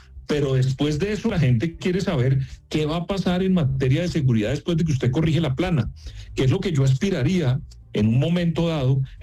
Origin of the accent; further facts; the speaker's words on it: Colombia; yo como colombiano